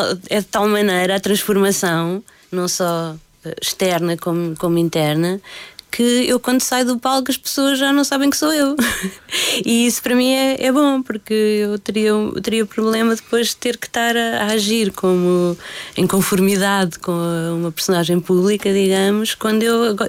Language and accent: Portuguese; Lisbon, Portugal; also born or lived in Rifana; Eu, apesar de ter vivido sempre em Lisboa, tecnicamente não nasci em Lisboa, nasci numa aldeia chamada A Rifana